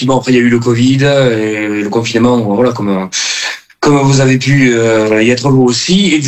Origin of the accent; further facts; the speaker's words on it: Toulouse, Occitanie, France; born there; moved away as an adult; moi, je suis de Toulouse. Je suis né à Toulouse